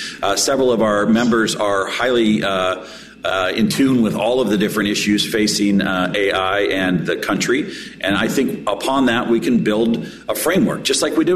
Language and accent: English; Nebraska, United States; in my home state of Nebraska